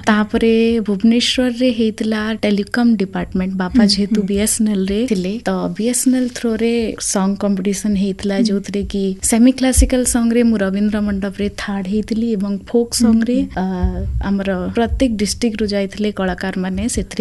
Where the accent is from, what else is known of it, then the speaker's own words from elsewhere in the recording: Bargarh, Odisha, India; also born or lived in Hirakud; ମୋ ଜନ୍ମ ହେଇଛି ହୀରାକୁଦରେ, ଲେକିନ୍ ମୋର ଘର ହଉଛି ବରଗଡ଼। ବରଗଡ଼ରେ ମା ବାପା ସେଠି ଚାକିରି କରୁଥିଲେ, ଆମକୁ ସେଠି ରହିବାକୁ ପଡିଲା